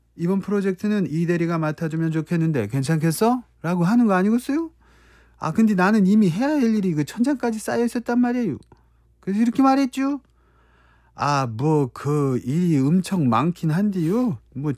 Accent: Chungcheong, South Korea; now in Seoul, South Korea; 저 루미 씨, 내가 안변도에서 태어난 충청도 사나이잖아요.

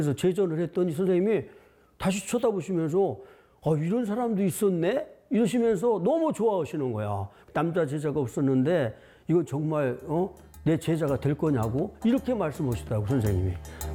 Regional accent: Seosan, South Chungcheong, South Korea; 제가 고향이 서산이거든요. 충남 서산인데

